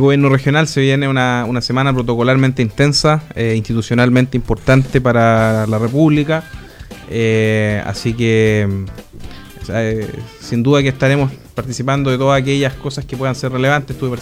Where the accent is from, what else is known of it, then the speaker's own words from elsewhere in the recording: Chile; el día que no hace sentir un... como chileno, ese sentido único de pertenencia a un territorio, a la nación